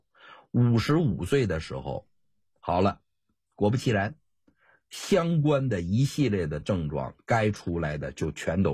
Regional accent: Northeast China, China; 咱们东北话

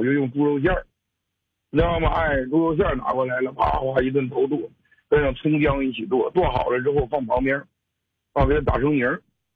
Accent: Wafangdian, Liaoning, China; now in Shenyang, China; 回到了我老家瓦房店

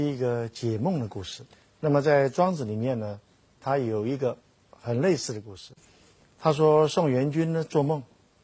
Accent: China; 我们中国人

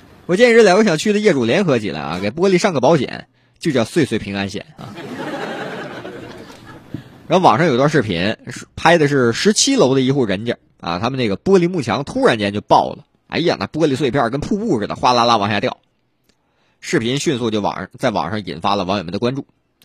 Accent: Northeast China, China; now in Changsha, China; 我在长沙待着吧。我这辈子都没见过啊，有一天我东北老家会比长沙热的啊。

